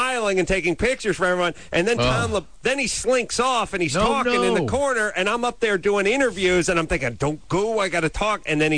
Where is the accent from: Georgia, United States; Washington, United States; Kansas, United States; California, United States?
California, United States; North Hollywood; my hometown, North Hollywood